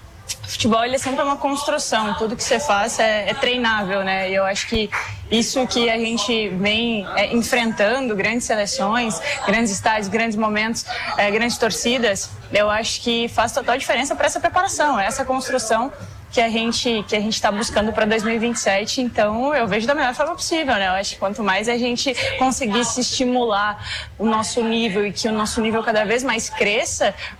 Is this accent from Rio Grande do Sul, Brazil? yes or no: yes; Rio Grande do Sul, Brazil; moved away; Sou gaúcha